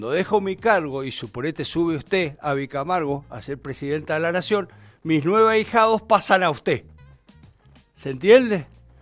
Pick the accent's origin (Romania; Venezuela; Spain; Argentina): Argentina; los argentinos también fuimos inclusivos como los rusos.